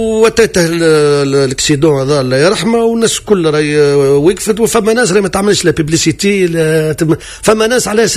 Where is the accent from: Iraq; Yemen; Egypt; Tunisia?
Tunisia; Gafsa, Gafsa Governorate; نمشي لحومتنا الحارة وحومة الواد وقفصة كبيرة ونسلم على القفاصة في كل بلاصة